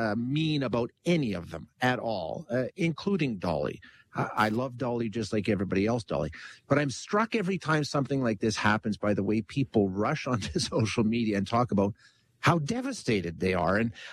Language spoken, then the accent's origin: English; Alberta, Canada; I grew up in Alberta, which country music for sure